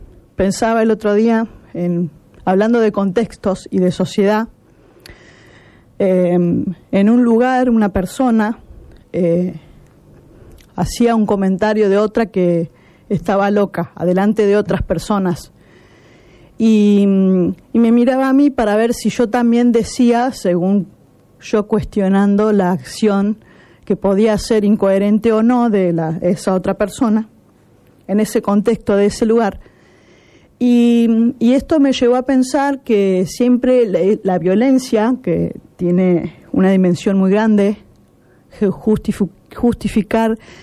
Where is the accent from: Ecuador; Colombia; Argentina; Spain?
Argentina; Santa Fe; como argentinos y como santafesinos